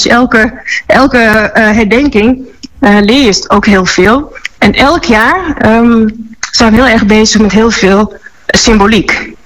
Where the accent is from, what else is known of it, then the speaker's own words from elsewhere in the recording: Friesland, Netherlands; also born or lived in Amsterdam / Dokkum / Heerenveen; Ik ben Fries. Mijn vader is wit Fries. Mijn moeder is zwart Surinaams. Ik ben geboren in Amsterdam. Maar sinds mijn eerste levensjaar woonachtig in Friesland. Van Dokkum tot Heerenveen.